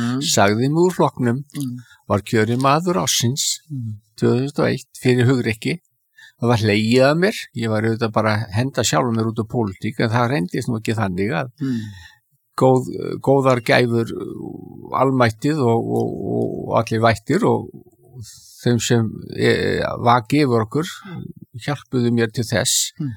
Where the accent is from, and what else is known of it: Reykjavík, Capital Region, Iceland; born or raised there